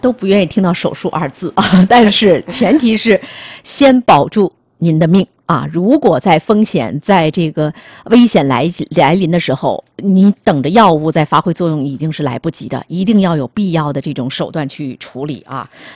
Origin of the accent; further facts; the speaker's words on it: Tianjin, China; 咱们天津人